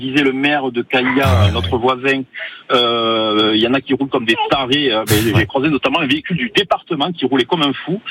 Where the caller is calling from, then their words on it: Arboussols, Occitanie, France; Ben moi je suis d'Arboussole